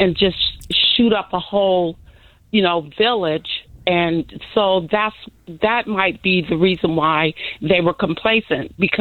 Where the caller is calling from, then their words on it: California, United States; I'm calling from California.